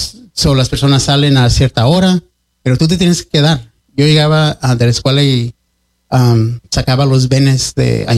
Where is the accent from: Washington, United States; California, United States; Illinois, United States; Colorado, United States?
Washington, United States; Royal City; now in Pasco, United States; yo crecí en Royal City, que es un pueblo agricultor.